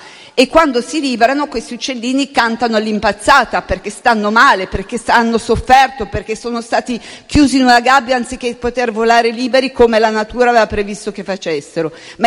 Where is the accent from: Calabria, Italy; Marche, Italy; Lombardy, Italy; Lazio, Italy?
Lombardy, Italy; Io sono lombarda